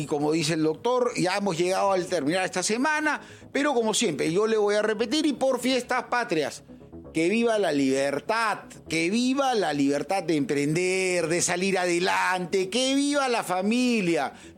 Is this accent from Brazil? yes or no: no; Peru; que los peruanos empezamos a creer en el futuro nuevamente